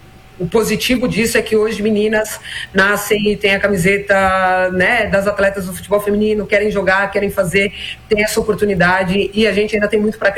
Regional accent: São Paulo, Brazil

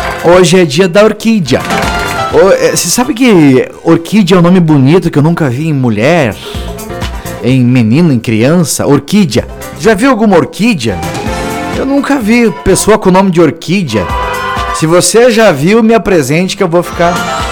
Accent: Paraná, Brazil

